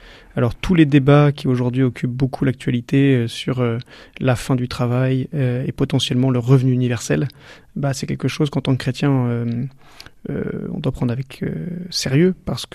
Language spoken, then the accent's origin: French; Brittany, France; now in Marseille, France; je vous appelle de Marseille. Je suis breton, donc je ne suis pas très loin de chez vous.